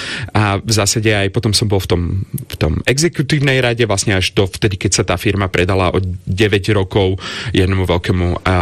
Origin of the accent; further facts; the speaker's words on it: Bratislava, Bratislava Region, Slovakia; ja som rodený Bratislavčan